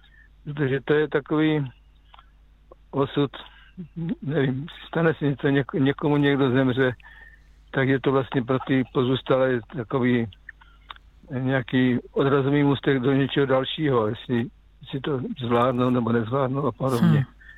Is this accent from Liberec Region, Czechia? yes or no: no; Žeravice, South Moravian Region, Czechia; also born or lived in Kopřivnice; já jsem teda z Kopřivnice, ale vyrůstal jsem v Žeravicích, takže to je 6 km od Bzence.